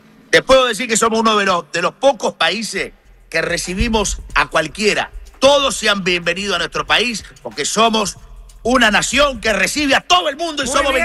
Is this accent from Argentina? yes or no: yes; Argentina; nosotros, como siempre, los argentinos